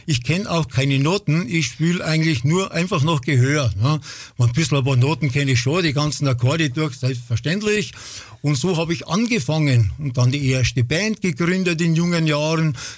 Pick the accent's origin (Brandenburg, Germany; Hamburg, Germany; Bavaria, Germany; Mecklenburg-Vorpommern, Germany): Bavaria, Germany; Ja, ich komme aus der Hallertau.